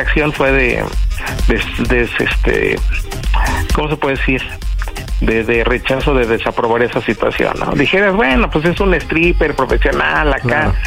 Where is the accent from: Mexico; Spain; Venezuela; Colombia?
Mexico; Mexico City; Soy de la Ciudad de México y tengo 39 años.